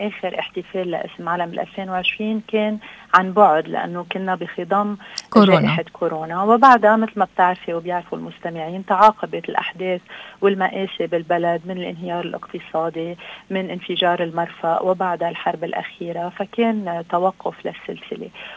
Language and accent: Arabic; Lebanon